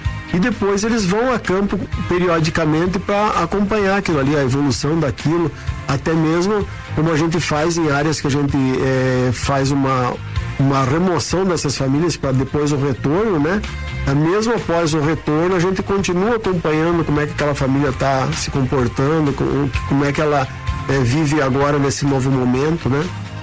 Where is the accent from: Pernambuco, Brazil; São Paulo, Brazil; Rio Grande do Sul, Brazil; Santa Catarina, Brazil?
Rio Grande do Sul, Brazil; born there; also born or lived in Paraná / Curitiba; Eu mudei para Curitiba em 1982. Na verdade, eu tenho uma história, que eu nasci no Rio Grande do Sul, morei no sudoeste do Paraná, morei em Curitiba, depois voltamos para o interior.